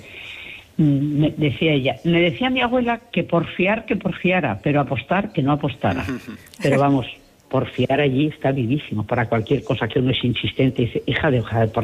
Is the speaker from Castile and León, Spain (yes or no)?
yes; San Miguel del Valle, Castile and León, Spain; de San Miguel del Valle, Zamora. Pues en mi zona, que estamos muy cerquita de Benavente, la palabra porfiar se utiliza, pero muchísimo, o sea, está vivísima.